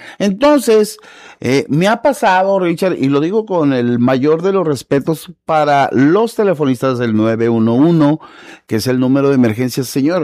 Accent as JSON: {"language": "Spanish", "region": "Colima", "country": "Mexico", "said": "como mexicanos, como colimotes, como santiagenses"}